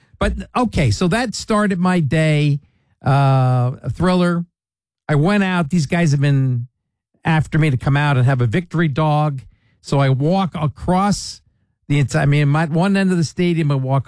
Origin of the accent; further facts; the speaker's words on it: Allentown, Pennsylvania, United States; now in Emmaus, United States; I grew up in Allentown, and now I've lived for 30-some years in the Emmaus area. Actually, 35, I think.